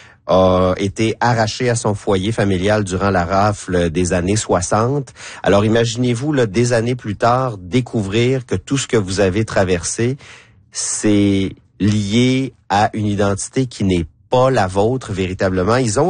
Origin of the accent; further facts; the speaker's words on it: Canada; chez nous au Canada